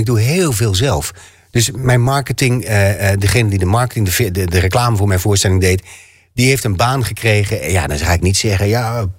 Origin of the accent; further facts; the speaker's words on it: Groningen, Netherlands; accent: Groningen; Nou ja, dat is gewoon mijn taal waar ik vandaan kom. Als ik met mijn ouders praat, dan praat ik zo, zeg maar.